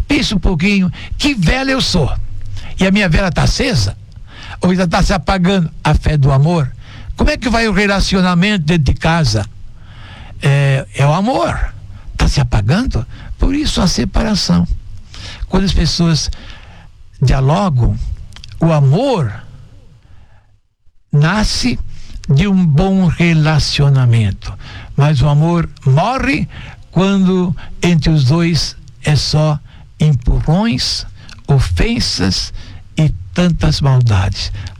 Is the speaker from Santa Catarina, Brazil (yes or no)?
yes; Rio Fortuna, Santa Catarina, Brazil; moved away; Em Rio Fortuna, que eu estive ontem, na minha terra natal, não tem desempregado.